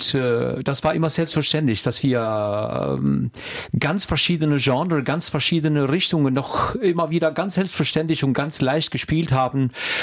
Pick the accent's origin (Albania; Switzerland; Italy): Albania; German is a second language; now in Germany; Ich komme selbst aus Albanien und dort habe ich Komposition studiert